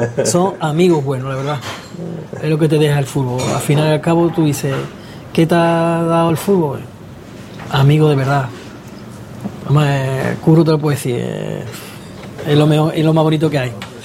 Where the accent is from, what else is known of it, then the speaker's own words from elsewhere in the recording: La Línea de la Concepción, Andalusia, Spain; dando también el nombre de nuestro pueblo, la línea.